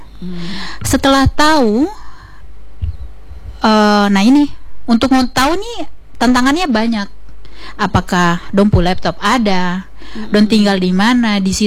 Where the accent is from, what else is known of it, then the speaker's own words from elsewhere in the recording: Papua, Indonesia; saya memutuskan untuk kembali ke Papua begitu.